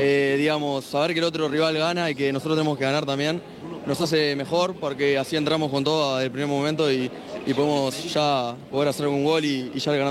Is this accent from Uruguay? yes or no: yes; Uruguay; now in Madrid, Spain; Bueno, vivo en Madrid, soy uruguayo obviamente, pero bueno, ahora actualmente resido en Madrid.